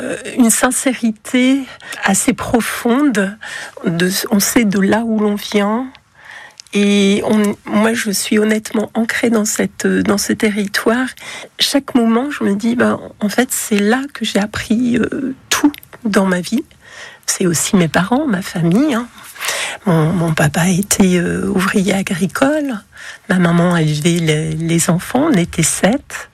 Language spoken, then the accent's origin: French; Rethel, Grand Est, France; born there; now in Évergnicourt, France; je suis ardennaise de cœur et de naissance, puisque je suis née à Assy-Romans, à Rethel exactement, donc dans le berceau du Boudin Blanc.